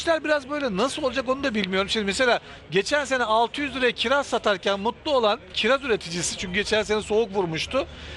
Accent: Niğde, Turkey; Yani hepimiz biliyoruz, ben Niğdeliyim işte, elmalar depoda bekledi ya.

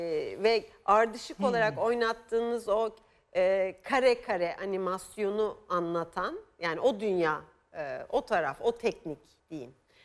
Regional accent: İzmir, Turkey; Bir İzmirli olarak

